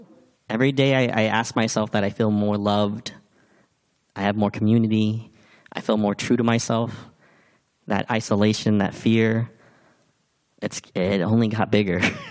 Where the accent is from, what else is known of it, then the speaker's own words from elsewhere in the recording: Seattle, Washington, United States; born there; I was born in High Point.